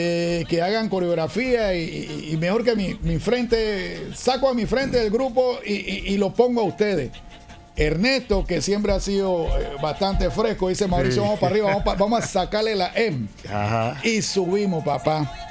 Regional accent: Colón, Panama; No, yo soy de aquí de Colón, los más no creían que yo era de Colón.

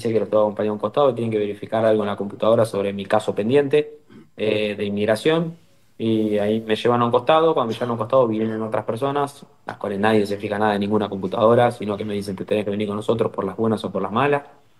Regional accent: Argentina; moved away as an adult; now in Miami, United States

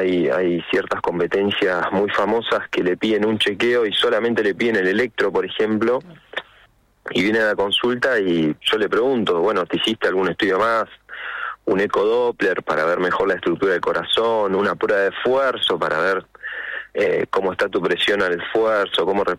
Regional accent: Argentina; como somos nosotros los argentinos

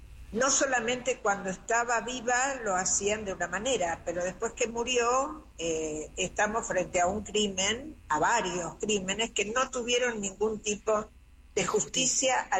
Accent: Argentina; como argentina, que soy

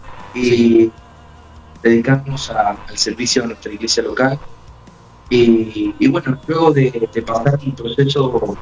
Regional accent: Argentina; tengo 34 años, soy argentino, soy papá, hijo de pastores misioneros.

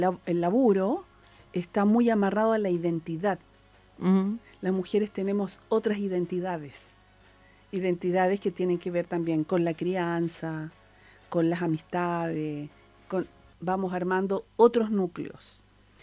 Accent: Buenos Aires, Argentina; moved away; Yo soy de Buenos

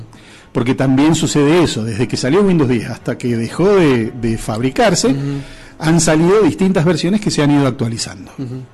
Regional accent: Argentina

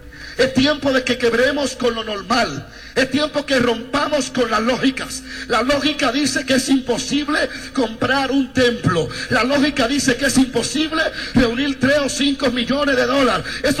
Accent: Dominican Republic; Yo vine de República Dominicana a decirte que no existe en el diccionario de Dios la palabra límite.

